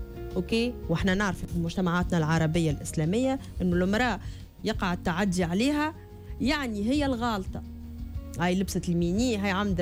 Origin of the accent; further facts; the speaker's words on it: Tunisia; born there; راهو انا كي تولدت في تونس كأنه القدر فهم وين أنا نجي لازم ينجي.